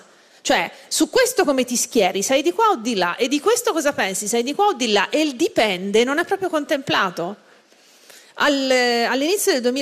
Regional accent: Florence, Tuscany, Italy; io sono di Firenze, no? Cioè, sto a Firenze, noi siamo anche la città che è stata amministrata da Renzi

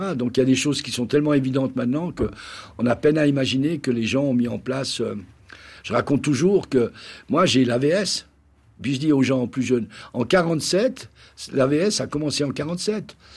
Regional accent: Italy; en tant qu'Italien à ce moment-là, après la Première Guerre, surtout après la Deuxième Guerre, puisque je suis né comme en 44, c'est la fin de la Deuxième Guerre mondiale, avec la fin de Mussolini, évidemment, en tant qu'Italien, il faut vraiment se la coincer.

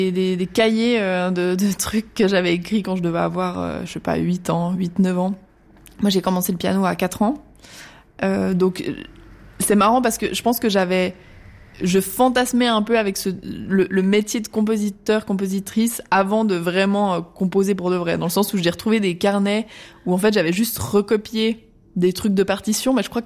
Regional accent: Fribourg, Switzerland; je suis partie étudier à La Havane à l'âge de 17 ans, Et en revenant en Suisse, donc moi je suis de Fribourg

